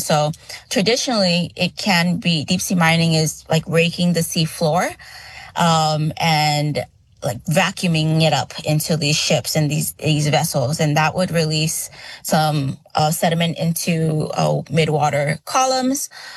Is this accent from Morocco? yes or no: no; Pago Pago, Eastern District, American Samoa; also born or lived in California; I come from Pangopango, American Samoa, specifically on the island of Tutuila. I am a Samoan Filipino born in California, so I'm a U.S. citizen. However, I was raised here for almost all my life, and so American Samoa is definitely my home.